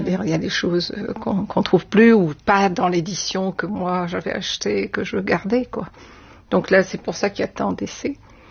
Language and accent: French; Réunion, France; Bon, moi je viens de La Réunion, c'est un axe Afrique-Asie, donc on est très loin de la France.